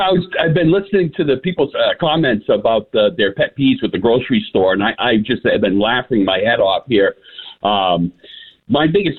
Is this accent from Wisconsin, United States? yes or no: no; Fitchburg, Massachusetts, United States; When I was a kid growing up in Fitchburg, you know, in the early 70s